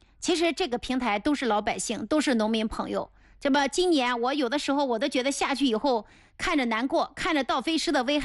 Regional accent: Anhui, China

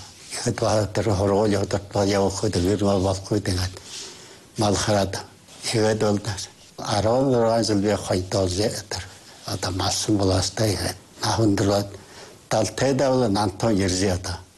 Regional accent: Inner Mongolia, China; би Өвөн хөсөндөө шинхэн зоомны бүрдэрэгэд

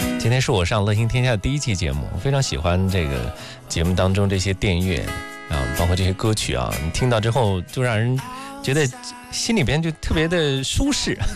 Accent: Shijiazhuang, Hebei, China; 我们石家庄这边

